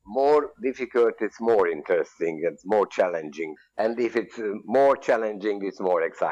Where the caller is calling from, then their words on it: Hungary; English is a second language; I'm speaking from Hungary.